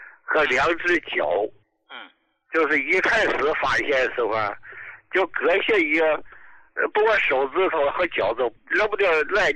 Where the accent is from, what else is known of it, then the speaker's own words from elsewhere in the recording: Dalian, Liaoning, China; 我是大连的哈，就在义大二院的